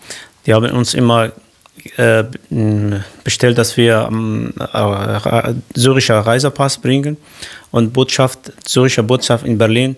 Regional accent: Syria; German is a second language; now in Germany; weil Syrien und Türkei, die zum Beispiel meine Heimatstadt und eine Stadt in Türkei heißt Nisibin

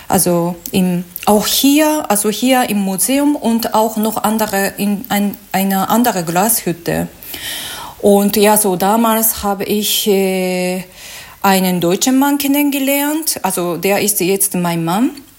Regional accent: Japan; German is a second language; now in Germany; ich wollte eigentlich in meiner Heimat also weiter wohnen, aber bei ihm war es ein bisschen schwierig, also in Japan zu wohnen

